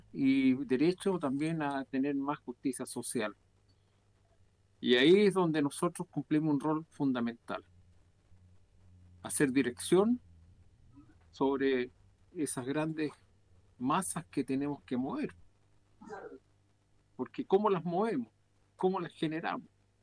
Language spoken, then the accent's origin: Spanish; Chile